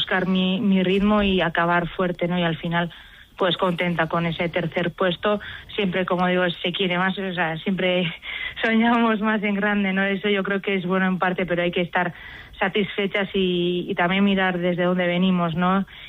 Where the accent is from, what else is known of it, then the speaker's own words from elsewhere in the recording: Zarautz, Basque Country, Spain; la primera etapa salía y acababa en Zarautz, en mi pueblo.